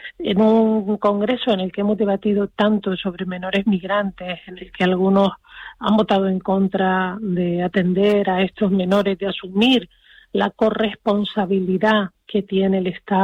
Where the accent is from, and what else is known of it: Canary Islands, Spain